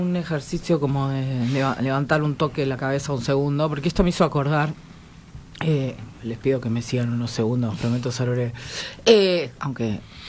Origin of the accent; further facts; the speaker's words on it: Uruguay; nosotros nos negamos como uruguayos a ver